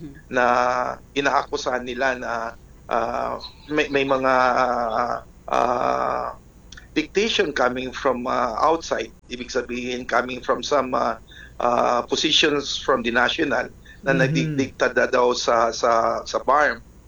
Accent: Bangsamoro Autonomous Region in Muslim Mindanao, Philippines; sa amin sa Bangsamoro

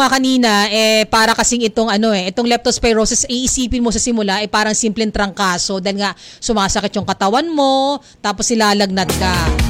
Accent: Marikina, Metro Manila, Philippines; taga Marikina City ako. Na ilang beses na rin naka-experience ng mga pagbaha dyan.

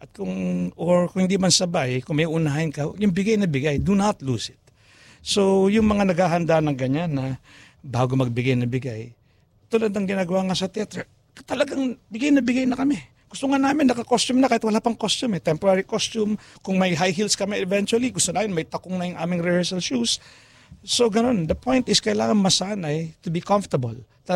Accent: Central Luzon, Philippines; kung ano man ang probinsya mo, ako taga-Tarlac ako, nagkakapangbangan ako, nag-Ilocano ako.

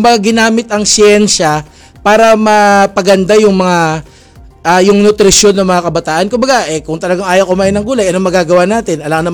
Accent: Western Visayas, Philippines; Saka ilonggo kasi ako. Naalala ko yung ano ba yun? Nakalimutan ko yung tawag dun eh. Sa amin meron ganun eh.

